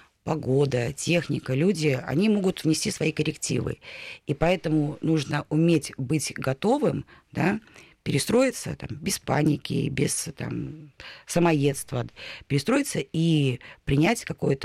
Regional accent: Bryansk Oblast, Russia; мы же сами из Брянской области.

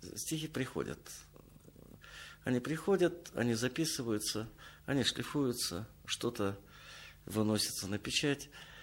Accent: Ust-Tsilma, Komi Republic, Russia; also born or lived in Ivanovo / Vychegda area; Я родился в Иваново. Но я Иваново никогда, там был очень маленьким. Мама увезла с севера для того, чтобы родить в тепле и вернуть назад в Усть-Цельму.

